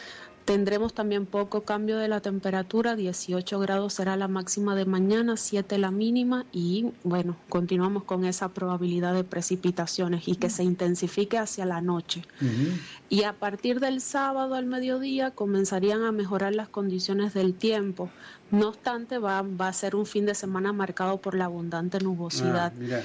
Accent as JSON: {"language": "Spanish", "country": "Cuba", "moved": "yes", "said": "muy reconocida en Cuba y es de mi pueblo."}